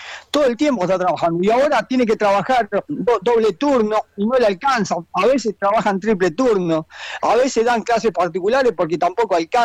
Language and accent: Spanish; Argentina; nuestra identidad como argentinos